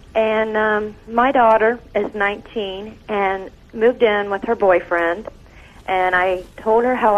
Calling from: Ohio, United States; I'm from Ohio.

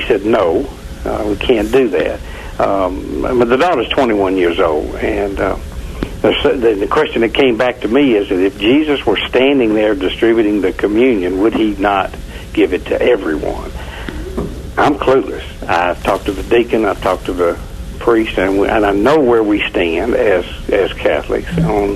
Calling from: Atlanta, Georgia, United States; Atlanta, Georgia.

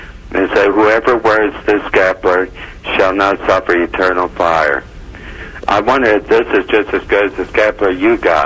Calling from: Missouri, United States; I'm from the Missouri.

